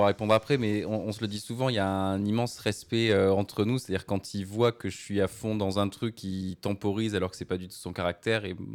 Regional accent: Bordeaux, Nouvelle-Aquitaine, France; Oui, je viens de Bordeaux

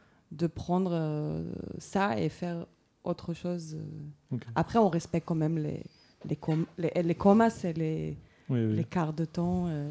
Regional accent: Jerusalem, Jerusalem District, Israel; Moi, j'ai grandi à Jérusalem, où la musique est très très présente dans la vie

